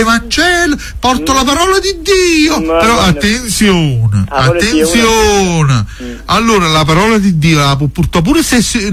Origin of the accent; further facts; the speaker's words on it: Torre del Greco, Campania, Italy; born there; Io sono nato a Torre del Greco.